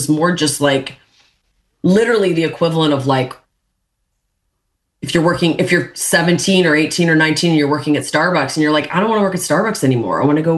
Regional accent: Canada

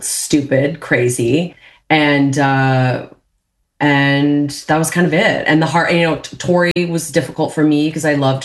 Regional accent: Canada; because of my childhood and the way I was raised and the, and being Canadian, like I weirdly didn't really even process it.

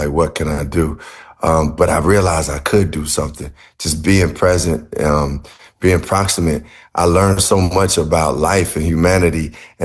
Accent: Chicago, Illinois, United States; And growing up in Chicago, you know, basketball was part of the culture where I grew up in, like, that was the dream.

